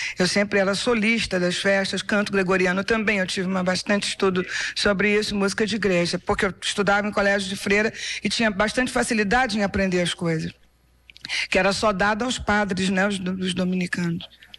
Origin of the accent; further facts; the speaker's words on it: Rio de Janeiro, Brazil; born there; Eu nasci no Rio de Janeiro. Eu nasci no Grajaú. No subúrbio do Rio de Janeiro. Casa. Meu pai tinha acabado de casar em 41 com mamãe. O ano seguinte eu nasci.